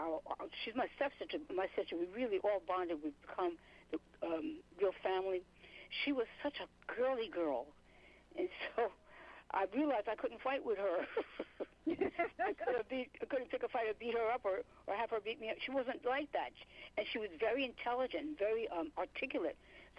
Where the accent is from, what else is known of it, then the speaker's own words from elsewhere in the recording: New York, United States; Oh, well, as a New Yorker, brought up in the streets with, now, some of my family were kind of in and out